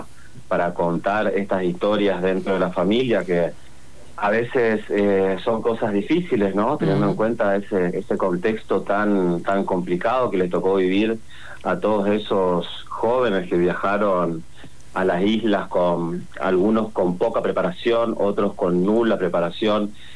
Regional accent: Argentina; y más siendo argentino, ¿no?

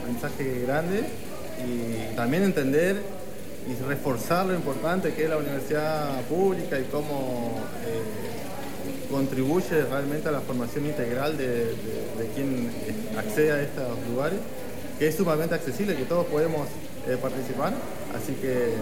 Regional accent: Tierra del Fuego, Argentina; now in Misiones, Argentina; estoy estudiando la carrera de técnico universitario Guardaparque de la Universidad Nacional de Misiones y vengo desde Tierra del Fuego

